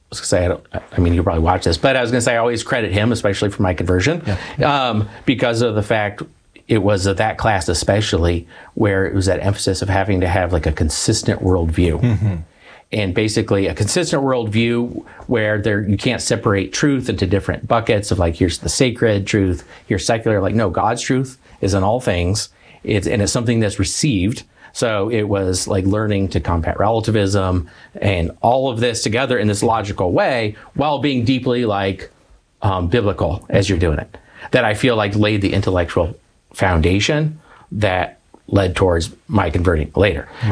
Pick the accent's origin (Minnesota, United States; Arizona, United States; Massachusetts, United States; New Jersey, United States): Arizona, United States; Tucson; also born or lived in Santa Barbara, California; Yeah, I grew up in Tucson, Arizona.